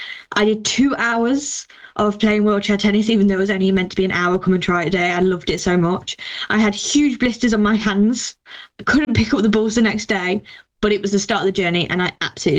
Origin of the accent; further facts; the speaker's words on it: Nottingham, East Midlands, United Kingdom; I'm from Nottingham, born and bred